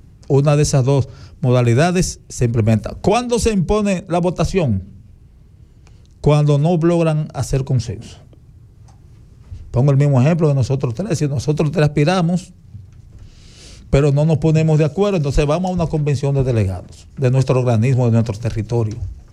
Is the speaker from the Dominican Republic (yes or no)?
yes; Dominican Republic; somos dominicanos todos